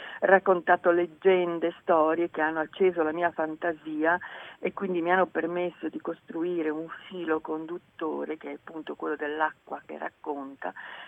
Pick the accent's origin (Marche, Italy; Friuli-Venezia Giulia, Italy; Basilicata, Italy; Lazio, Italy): Friuli-Venezia Giulia, Italy; io sono friulana e quindi sono molto legata al mio territorio